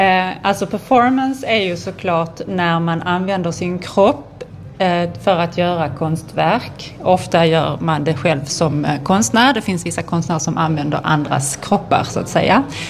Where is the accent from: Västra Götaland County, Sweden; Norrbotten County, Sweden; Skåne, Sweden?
Skåne, Sweden; Malmö; born there; Jag kommer från Malmö, född här och bor både här och i Berlin.